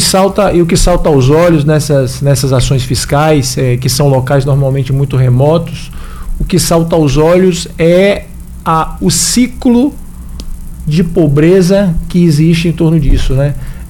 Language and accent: Portuguese; Salvador, Bahia, Brazil; moved away as an adult; also born or lived in Pará; Sou baiano de Salvador.